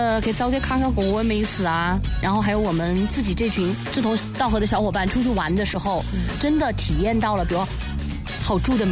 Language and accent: Chinese; Guizhou, China; 我们贵州人的胃很排外